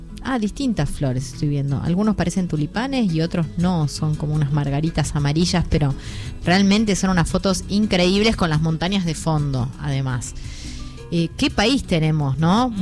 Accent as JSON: {"language": "Spanish", "country": "Argentina"}